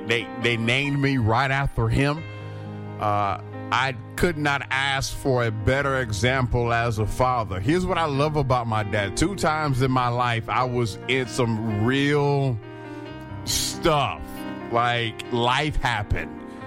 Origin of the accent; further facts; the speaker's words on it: Daytona Beach, Florida, United States; I'm from Daytona Beach.